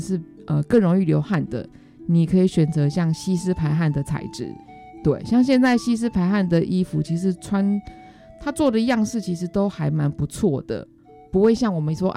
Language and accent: Chinese; Taiwan; 我们台湾人的基因可能就是不适合说你夏天喝那么多的冰水，